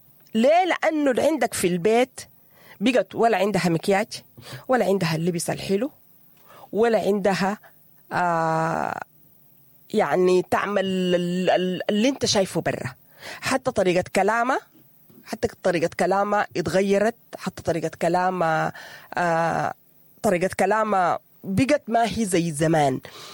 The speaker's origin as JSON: {"language": "Arabic", "country": "Sudan"}